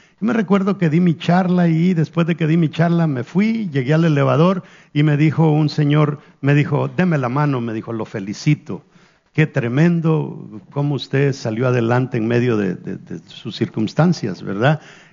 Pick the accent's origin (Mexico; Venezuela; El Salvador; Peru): El Salvador; now in United States